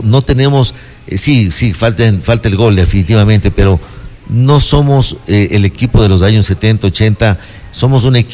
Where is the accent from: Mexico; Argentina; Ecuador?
Ecuador; Me merezco como ecuatoriano, me merezco una explicación